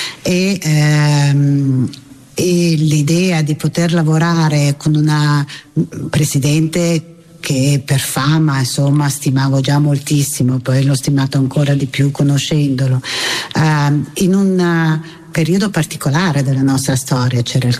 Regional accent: Milan, Lombardy, Italy; Don Gnocchi, che io da milanese conoscevo come milanese

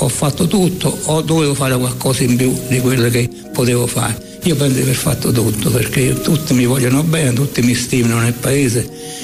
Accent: Taurasi, Campania, Italy; Taurasi è tutto, è la mia vita. Io sono nato qua a Taurasi. Io sono vissuto qua, sono stato qua, ho fatto tante per Taurasi

